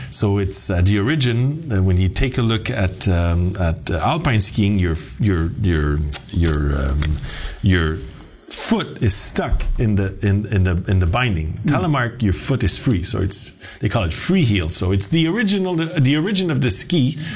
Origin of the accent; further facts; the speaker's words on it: Montreal, Quebec, Canada; So I was born and raised in Montreal.